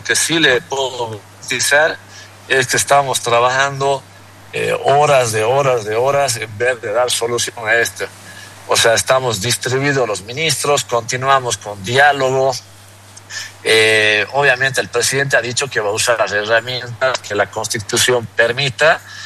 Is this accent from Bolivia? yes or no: yes; Bolivia; ¿Qué queremos como bolivianos?